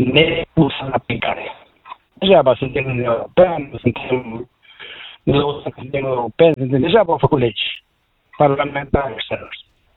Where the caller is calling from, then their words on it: Maramureș County, Romania; eu sunt un pensionar din Maramureș.